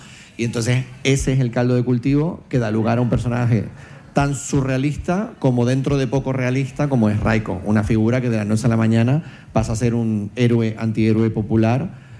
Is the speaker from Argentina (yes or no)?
no; La Orotava, Canary Islands, Spain; now in Madrid, Spain; Soy oriundo de La Orotava, de la excelentísima noble y leal villa de La Orotava. Mi madre es palmera, mi padre es gallego y yo vivo en Madrid desde hace una temporada. También he estado en el extranjero unas épocas.